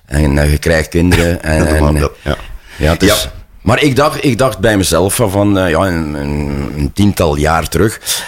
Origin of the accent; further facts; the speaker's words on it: Lokeren, Flanders, Belgium; Ik ben eigenlijk afkomstig van Lokeren.